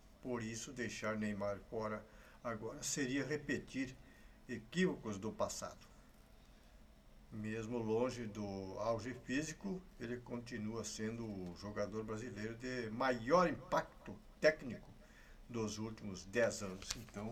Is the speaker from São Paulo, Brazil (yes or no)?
no; Rio Grande do Sul, Brazil; nós somos daqui do Rio Grande